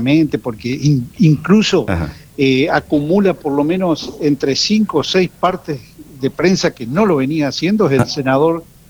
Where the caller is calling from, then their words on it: Reconquista, Santa Fe, Argentina; Yo soy de Reconquista